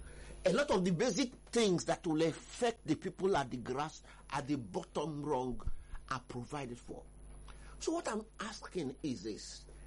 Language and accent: English; Nigeria